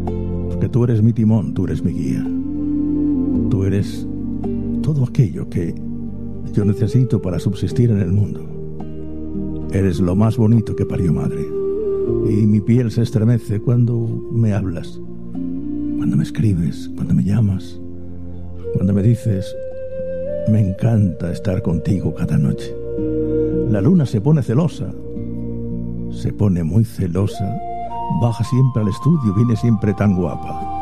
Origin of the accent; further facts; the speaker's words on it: Cuba; y soy cubana.